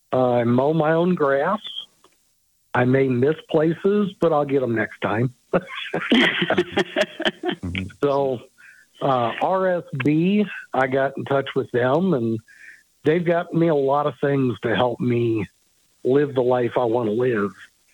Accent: St. Charles, Missouri, United States; I grew up in St. Charles, even though my dad's side of the family is all from Troy, and my mom's side is from Old Monroe.

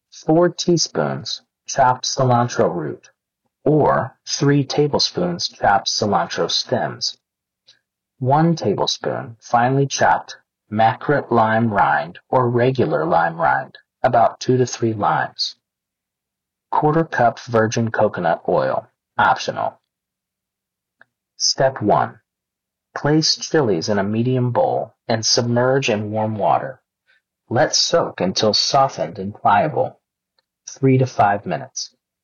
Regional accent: Bangkok, Thailand; moved away as an adult; now in overseas; Thai cooking is my heritage. It's my culture. I was born and raised in Bangkok, and I grew up surrounded by fantastic food. When I decided to live overseas as an adult

